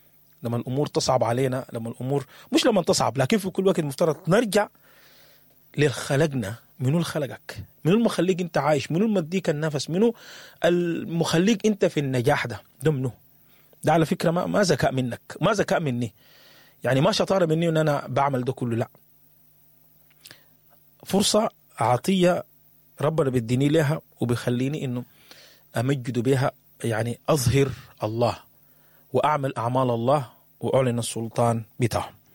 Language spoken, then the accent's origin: Arabic; Sudan; أنا وإنت كسوداني